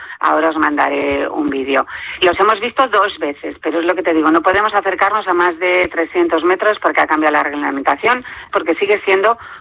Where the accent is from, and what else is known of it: Spain